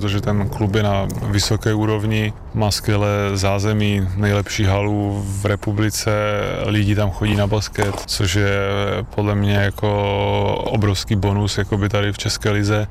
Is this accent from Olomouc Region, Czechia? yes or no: no; Ostrava, Moravian-Silesian Region, Czechia; moved away as an adult; tím, že jsme vlastně z Ostravy a věděli jsme, že chceme žít v Ostravě